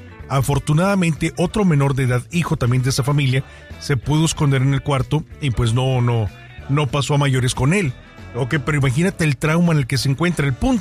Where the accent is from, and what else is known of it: Mexico